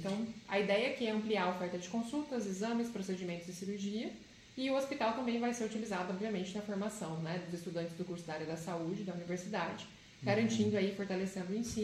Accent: São Paulo, Brazil; Eu sou de São Paulo

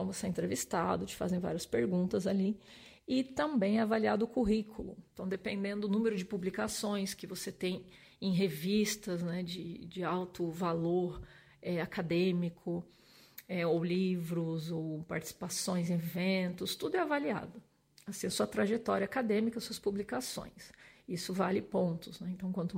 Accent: Santa Catarina, Brazil; eu fiz lá na Universidade Federal de Santa Catarina, porque eu sou catarinense

